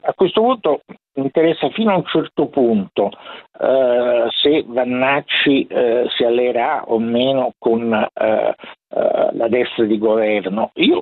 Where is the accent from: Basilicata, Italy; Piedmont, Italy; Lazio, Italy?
Lazio, Italy; Rome; siccome sono romano io